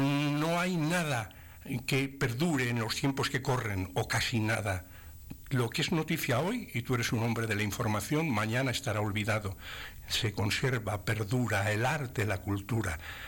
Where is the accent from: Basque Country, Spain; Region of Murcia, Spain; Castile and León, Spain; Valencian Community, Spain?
Castile and León, Spain; Segovia; somos segovianos en el mejor sentido de la palabra. Yo, señor, soy de Segovia, y eso imprime carácter y calidad y dignidad.